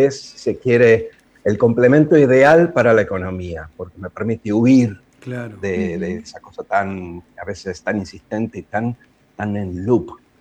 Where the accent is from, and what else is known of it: Buenos Aires, Argentina; born or raised there